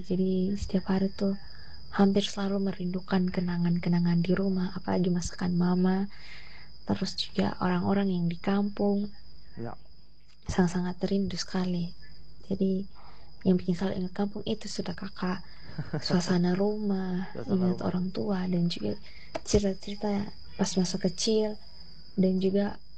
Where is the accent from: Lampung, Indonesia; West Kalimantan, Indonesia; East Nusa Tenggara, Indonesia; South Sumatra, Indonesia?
East Nusa Tenggara, Indonesia; Manggarai; Kalau di kampung saya sendiri tuh ada namanya rumah adat Todo atau Niang Todo.